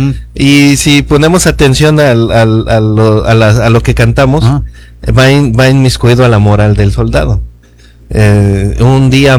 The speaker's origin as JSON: {"language": "Spanish", "region": "Mexico City", "country": "Mexico", "said": "Ah, sí, yo soy de allá, de la Ciudad de México."}